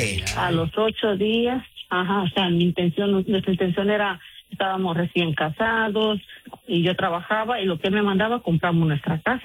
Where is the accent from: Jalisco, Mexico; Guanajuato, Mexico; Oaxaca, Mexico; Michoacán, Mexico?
Guanajuato, Mexico